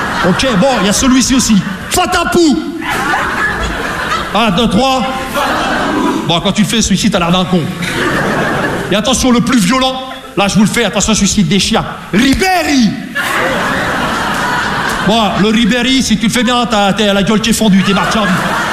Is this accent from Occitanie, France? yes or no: no; Rouen, Normandy, France; Parce que moi, je viens de Rouen, tu vois, la Normandie, les Vikings